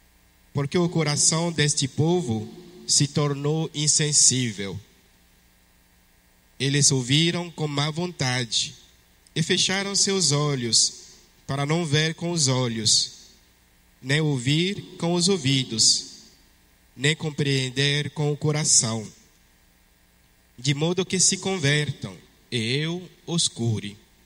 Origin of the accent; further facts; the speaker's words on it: Togo; first language French; Portuguese is a second language; moved away as an adult; now in Brazil; Acho que vocês perceberam que o meu sotaque é diferente, não é? Eu sou de língua francesa, né? De um país que se chama Togo, na África. Apesar de estar no Brasil há 9 anos